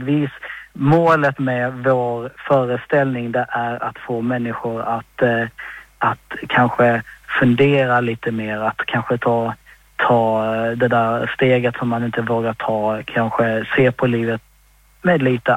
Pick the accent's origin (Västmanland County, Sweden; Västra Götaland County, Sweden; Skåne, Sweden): Skåne, Sweden; Malmö; now in Stockholm, Sweden; Malmö är min hemstad och det är jättevackert och jättefint. Numera bor jag ju i Stockholm